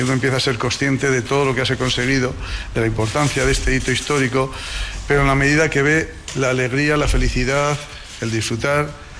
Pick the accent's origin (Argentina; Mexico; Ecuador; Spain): Spain; La Rioja; cuando ya me acerco a mi tierra, pues voy de emoción en emoción, y que son difíciles de controlar. Soy una persona que se siente creída en toda La Rioja.